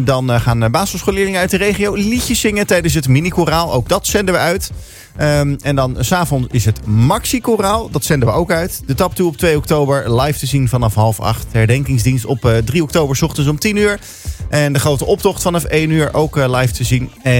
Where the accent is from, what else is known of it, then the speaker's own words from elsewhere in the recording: Oegstgeest, South Holland, Netherlands; born there; Want ik ben zelf geboren in Oegstgeest. En al sinds mensheugenis dan ga ik naar Leiden tot Z.